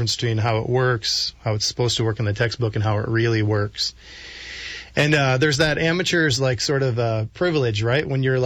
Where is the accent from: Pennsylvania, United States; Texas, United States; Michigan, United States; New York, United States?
New York, United States; I grew up in New York State.